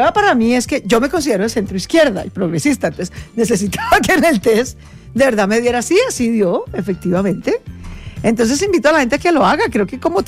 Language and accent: Spanish; Colombia; Somos dos colombianos, hemos hecho a pulso, pues ambos hijos de una familia hecha a pulso.